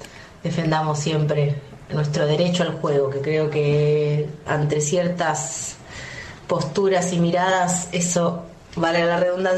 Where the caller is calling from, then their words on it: Buenos Aires, Argentina; de Floresta.